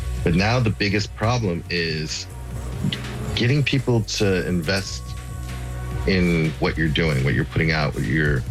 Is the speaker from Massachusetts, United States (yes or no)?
no; Oakland, California, United States; from Dandy Boy Records. I'm from Oakland, California.